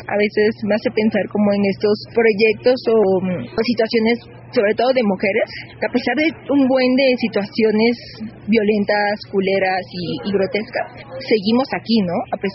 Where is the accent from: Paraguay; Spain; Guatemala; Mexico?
Mexico; Veracruz; moved away; me recuerda mucho como a mi infancia en Veracruz.